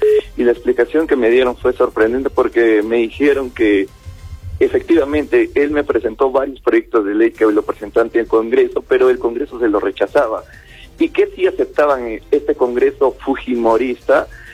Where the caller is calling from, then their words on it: Chiguata, Arequipa, Peru; personas como yo que vivo en Chihuahua sigo teniendo que comer polvo, que no hay agua, no hay desagüe